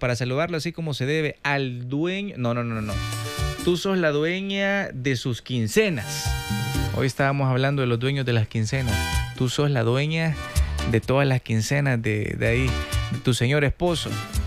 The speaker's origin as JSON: {"language": "Spanish", "country": "El Salvador"}